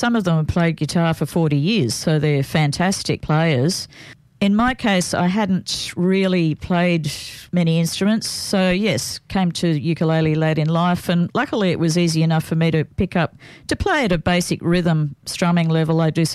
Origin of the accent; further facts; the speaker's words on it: Townsville, Queensland, Australia; When I was growing up in Townsville, we had an old Queenslander house